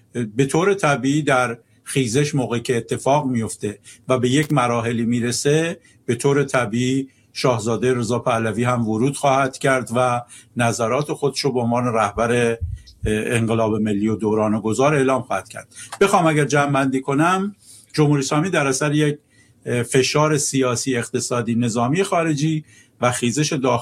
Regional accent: Iran; وظیفه‌مو به عنوان یه ایرانی انجام دادم برای کشورم

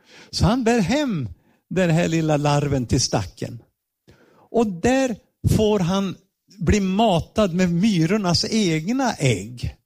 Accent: Ludvika, Dalarna County, Sweden; För vi växte upp i Ludvika. Nästan grannar med varandra.

